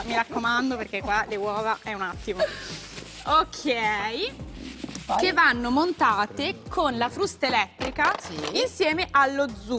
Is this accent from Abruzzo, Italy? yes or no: no; Emilia-Romagna, Italy; Poi io sono, non so se si può dire, sono romagnola